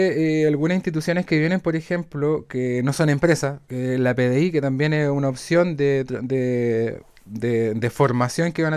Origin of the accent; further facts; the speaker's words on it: Longaví, Maule, Chile; Somos de acá, la mayoría somos de acá de Longaví.